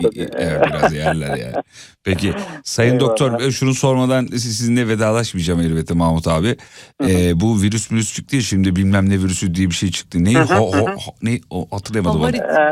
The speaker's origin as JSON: {"language": "Turkish", "region": "Erzurum", "country": "Turkey", "said": "Yani Kayseri mutfağı benim annemin, yani biz Erzurumluyuz ama..."}